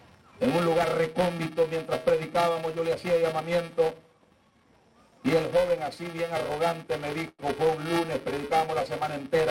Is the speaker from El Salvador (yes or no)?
yes; El Salvador; now in Honduras; En El Salvador, hermano, nos enjaretaron a la Guadalupe y a la Candelaria.